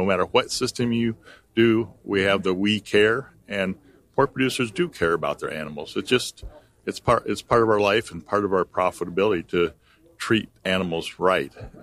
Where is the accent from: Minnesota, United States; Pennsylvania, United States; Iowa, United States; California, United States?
Iowa, United States; Conrad; Like you said, I'm from Conrad, Iowa, Grundy County, and we farm corn, beans, seed corn, and own weaned finished pigs there at Conrad.